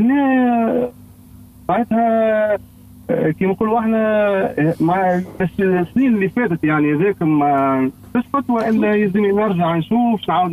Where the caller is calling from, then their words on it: Manouba, Tunisia; من منوبة.